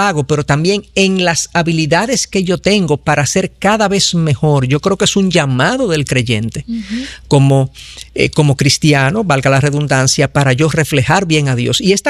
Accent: Dominican Republic; soy dominicano, la mayoría de la gente que nos escucha sabe que somos dominicanos, y hablo de mi propia cultura.

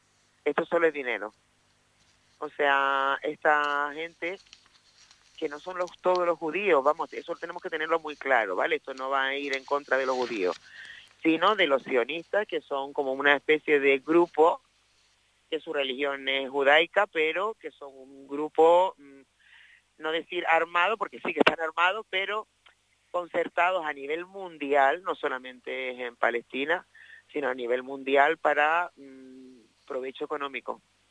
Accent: Canary Islands, Spain; nosotros como canarios

